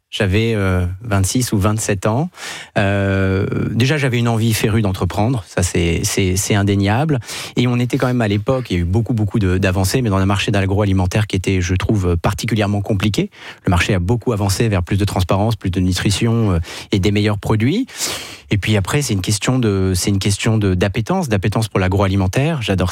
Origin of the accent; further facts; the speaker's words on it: France; parce qu'on est français